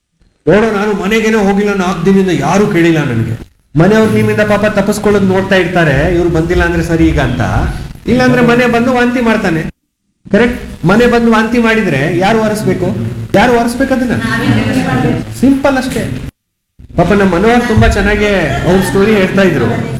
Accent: Gujarat, India; moved away; ನಾನು ಗುಜರಾತ್ ಇಂದ ಬಂದಿದ್ದೀನಿ, ಆಯ್ತಾ? ನಂದು ಗುಜರಾತ್ ಸ್ಟೇಟ್, ಇಲ್ಲೇ ಬಂದು 20 ವರ್ಷ ಆಯ್ತು

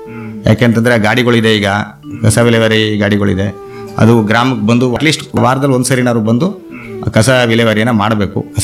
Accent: Karnataka, India; born there

